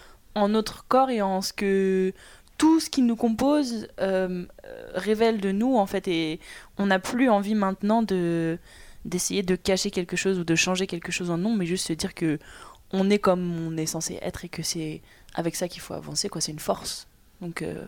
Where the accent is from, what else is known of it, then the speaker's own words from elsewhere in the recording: Guadeloupe; born there; Nous on est nés en Guadeloupe, et donc on a un métissage Guadeloupe et France.